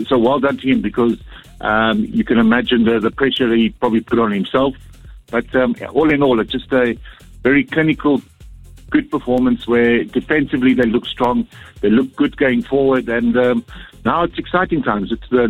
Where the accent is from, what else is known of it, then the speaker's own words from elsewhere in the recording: South Africa; for me as a South African football fan.